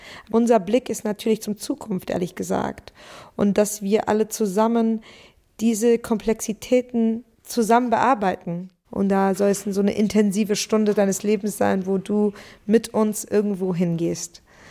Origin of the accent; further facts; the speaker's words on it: Berlin, Germany; Ich bin in Berlin aufgewachsen